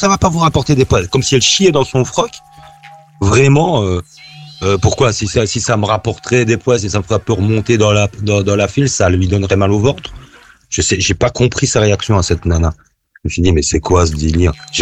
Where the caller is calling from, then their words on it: Belgium; Moi, je suis belge.